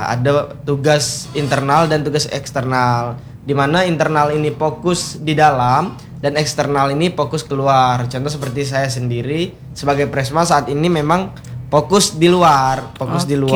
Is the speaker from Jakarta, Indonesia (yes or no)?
no; Bengkulu, Indonesia; saya sendiri berasal dari Kabupaten Seluma, Kecamatan Talo, asli Putra Talo ya. Asli Putra Talo, dan sekarang berumur 17 tahun.